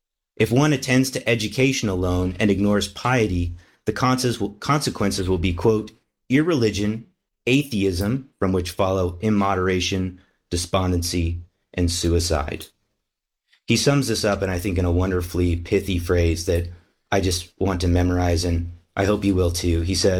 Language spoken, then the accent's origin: English; Kansas, United States; I grew up in Kansas and we had a lot of storms coming through